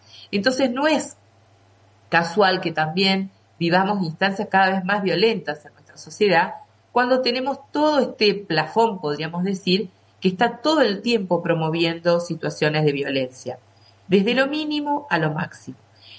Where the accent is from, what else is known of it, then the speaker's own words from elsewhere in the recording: Argentina; los argentinos hemos sido siempre un pueblo que se ha caracterizado por el respeto, la tolerancia, la confraternidad, el asimilar al que viene de afuera, al que es distinto